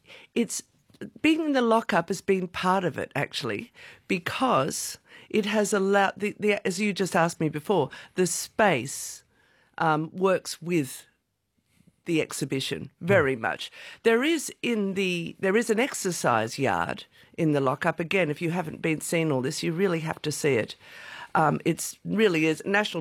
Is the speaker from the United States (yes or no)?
no; Sydney, New South Wales, Australia; I'm from Sydney.